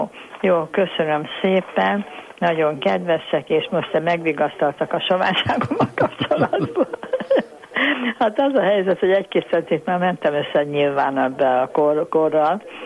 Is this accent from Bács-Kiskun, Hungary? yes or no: no; Budapest, Hungary; now in Zalaegerszeg, Hungary; Pedig nagyon egészségesen éltünk gyerekkorunkban, én Budán laktam, most Zalaegerszegen élek, ide jöttem férhez